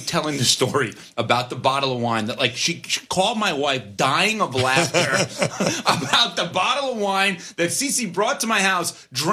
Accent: New York, United States; But I'm sure at one point, because the time we grew up in New York, you and I, CeCe, Don Mattingly was everyone's favorite player.

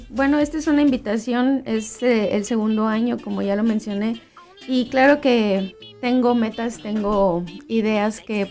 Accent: Mexico; moved away as an adult; Yo que nací y crecí en México

